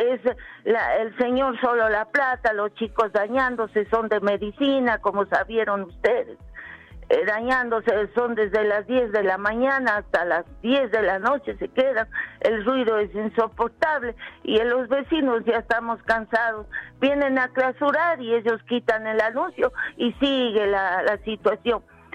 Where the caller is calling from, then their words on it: Quito, Pichincha, Ecuador; ¿cómo está? Del barrio El Dorado